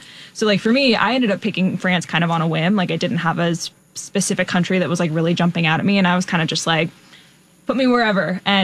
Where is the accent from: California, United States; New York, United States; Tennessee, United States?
California, United States; now in Chicago, United States; I'm not actually from Chicago. I'm from California.